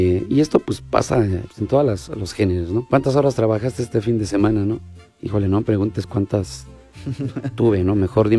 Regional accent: Mexico; nos identifica como mexicanos.

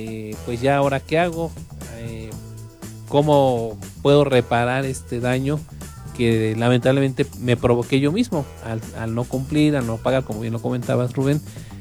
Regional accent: Mexico

